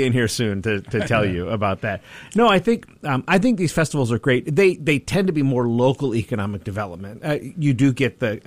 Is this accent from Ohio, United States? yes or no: no; Los Angeles, California, United States; Like when I grew up in Los Angeles, we had a carnival